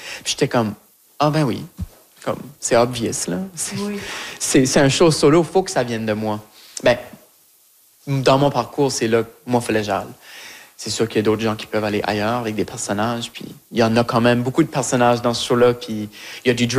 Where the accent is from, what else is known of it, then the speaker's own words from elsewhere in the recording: Shediac, New Brunswick, Canada; Moi, je viens de Shediac, comme... OK.